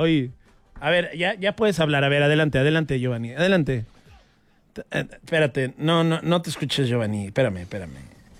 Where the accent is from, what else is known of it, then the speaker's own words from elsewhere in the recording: Mexico; nosotros también somos centroamericanos? O sea, sí nos hemos puesto a pensar que México está entre Norteamérica y Centroamérica.